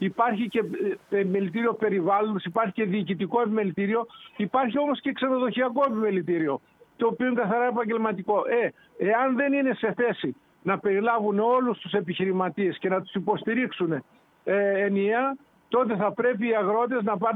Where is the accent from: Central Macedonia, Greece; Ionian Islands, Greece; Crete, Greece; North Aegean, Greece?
Central Macedonia, Greece; Thessaloniki; born there; Εγώ είμαι, ξέρεις ότι γεννήθηκα στη Θεσσαλονίκη και τον περισσότερο μου χρόνο τον περνάω στη Θεσσαλονίκη.